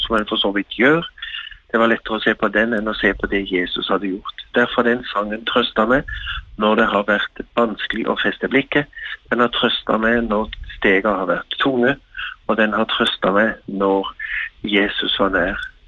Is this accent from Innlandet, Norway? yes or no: no; Agder, Norway; Jeg er fra Sørlandet, bor i Kristiansand